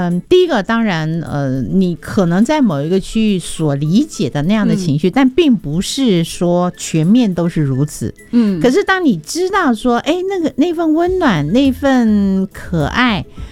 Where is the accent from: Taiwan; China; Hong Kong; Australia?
Taiwan; northern Taiwan; 我们北部人就会被标签说我们叫天龙国的人